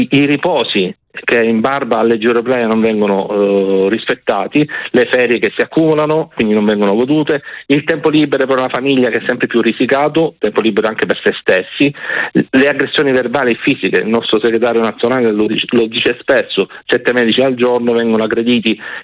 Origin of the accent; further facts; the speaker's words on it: Calabria, Italy; now in Veneto, Italy; io sono calabrese ma lavoro in Veneto